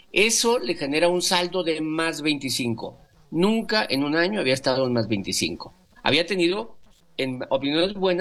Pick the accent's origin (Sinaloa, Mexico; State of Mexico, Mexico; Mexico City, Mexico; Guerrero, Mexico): Sinaloa, Mexico; Culiacán; Vamos, sí, yo soy de Culiacán.